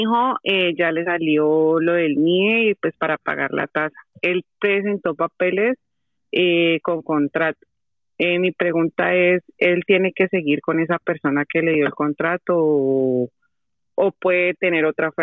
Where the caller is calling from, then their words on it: Madrid, Community of Madrid, Spain; de Madrid.